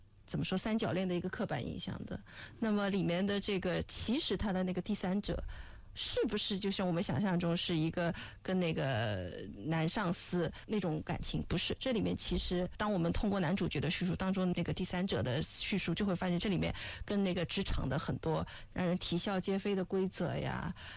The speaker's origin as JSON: {"language": "Chinese", "region": "southern China", "country": "China", "said": "虽然我是南方人"}